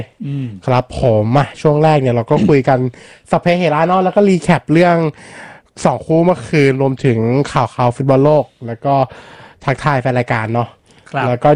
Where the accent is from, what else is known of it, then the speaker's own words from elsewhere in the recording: Lam Luk Ka, Pathum Thani, Thailand; also born or lived in Min Buri, Bangkok; แล้วผมก็ไปโตที่ลำลูกากลายเป็นวัยรุ่นลำลูกาตอนนี